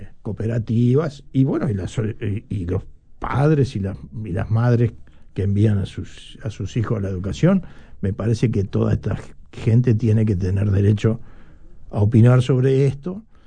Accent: Minas, Lavalleja, Uruguay; Soy minuano, medio pueblero, igual.

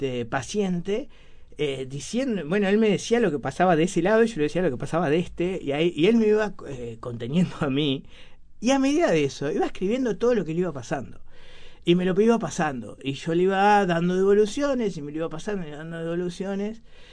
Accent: Montevideo, Uruguay; Somos de Villa Española los dos.

